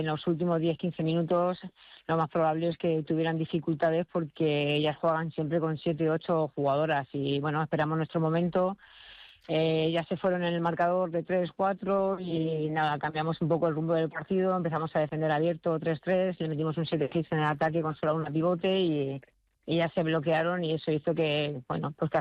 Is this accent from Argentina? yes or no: no; Alcalá de Henares, Community of Madrid, Spain; moved away as an adult; also born or lived in Almería / Elche / Germany; yo soy de Alcalá de Henares.